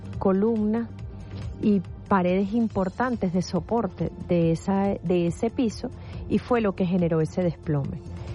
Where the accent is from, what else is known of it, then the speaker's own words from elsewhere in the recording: Venezuela; Es parte de lo que se espera que como venezolanos hagamos.